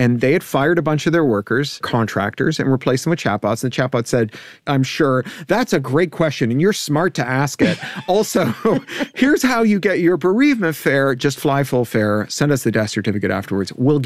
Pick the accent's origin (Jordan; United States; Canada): Canada; for me as a Canadian, which is the Air Canada story.